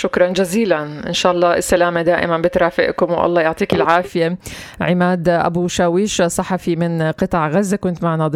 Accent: Palestine; احنا كفلسطينيين

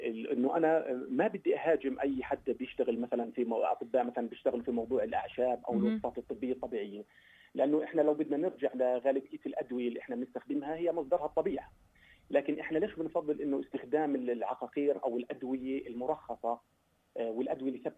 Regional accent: Palestine; عندنا بفلسطين، هذه تكون متوفره.

